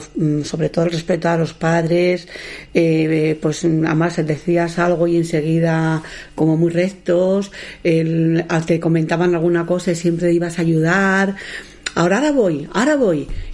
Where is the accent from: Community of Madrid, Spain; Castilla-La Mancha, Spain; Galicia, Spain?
Community of Madrid, Spain; Madrid